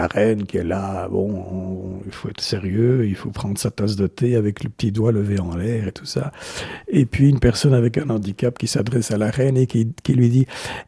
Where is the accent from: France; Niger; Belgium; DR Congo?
Belgium; Antwerp, Flanders; Mais de fait, après mon service militaire, je suis resté dans ma ville natale et je m'étais spécialisé à l'ULB, déjà en droit maritime